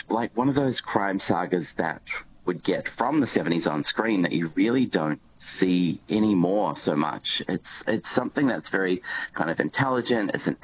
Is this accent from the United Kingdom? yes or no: no; New Zealand; I grew up in New Zealand, so I remember my old kind of, you know, school socials